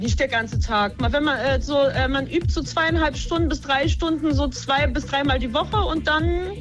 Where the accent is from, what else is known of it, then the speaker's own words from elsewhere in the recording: Berlin, Germany; Ja, ich bin aus Berlin.